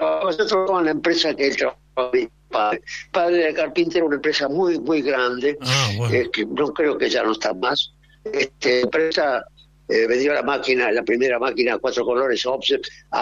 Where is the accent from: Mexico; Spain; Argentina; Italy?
Argentina; Avellaneda, Buenos Aires Province; born there; Yo nací en Avellaneda, sí.